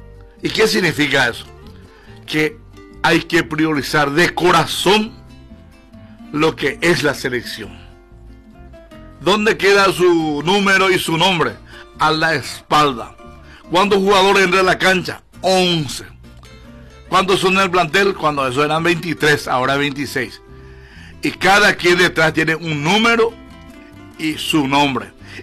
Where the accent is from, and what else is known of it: Paraguay